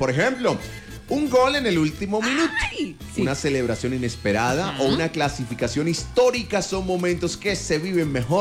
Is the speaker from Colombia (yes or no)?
yes; Colombia; Total, mañana nuevamente nos volvemos a abrazar como colombianos que somos.